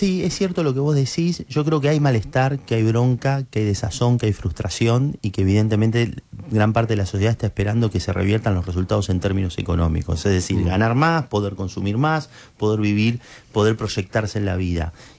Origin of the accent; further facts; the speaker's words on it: Tandil, Buenos Aires Province, Argentina; yo soy de Tandil de muchos años